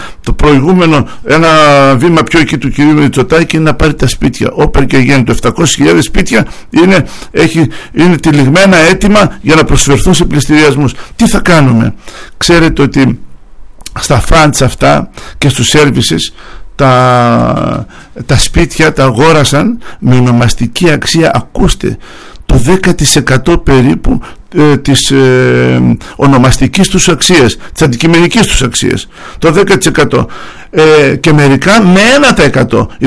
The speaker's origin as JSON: {"language": "Greek", "country": "Greece", "said": "Ξέρετε ότι σαν Έλληνες έχουμε το υψηλότερο ποσοστό ιδιωτικών δαπανών υγείας"}